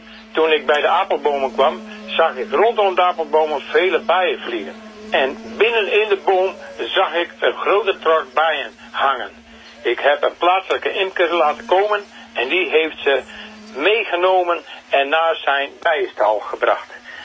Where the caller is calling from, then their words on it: Dronten, Flevoland, Netherlands; uit Dronten.